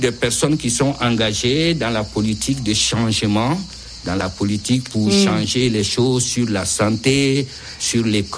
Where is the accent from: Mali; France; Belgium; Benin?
Mali; C'est que moi, je suis malien.